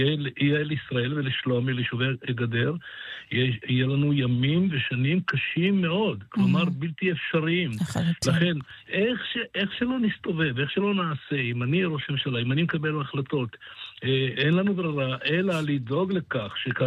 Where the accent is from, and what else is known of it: Northern Israel, Israel